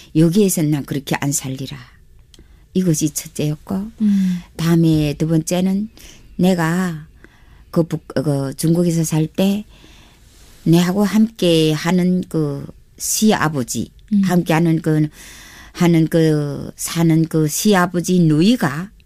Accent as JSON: {"language": "Korean", "town": "Chongjin", "region": "North Hamgyong", "country": "North Korea", "lives_now": "South Korea"}